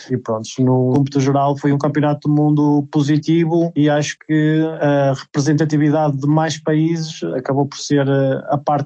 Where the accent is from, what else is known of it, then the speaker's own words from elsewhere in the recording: Portugal; Mas eu como português e que sigo um pouco, há uma certa ligação com Cabo Verde, com Angola e até mesmo Moçambique